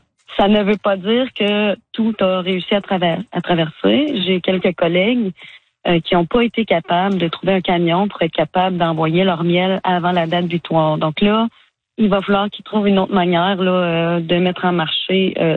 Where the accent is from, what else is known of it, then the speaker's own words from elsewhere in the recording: Quebec, Canada; Je pense qu'il y a peut-être moyen en tant que Canadien de justement regarder entre les provinces pour faire des échanges de miel. Moi, au Québec